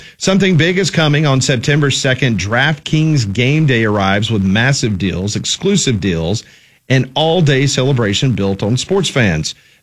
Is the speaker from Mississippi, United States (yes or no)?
yes; Mississippi, United States; born there; I was born in Mississippi.